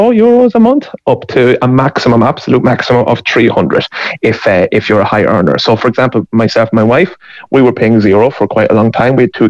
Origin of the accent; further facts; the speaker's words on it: Ireland; moved away as an adult; now in Finland; I'm Irish. My wife is Finnish. We met in Ireland. We had our first kid in Ireland, and we were in childcare in Ireland for a little while, for about 6 months before we moved over here.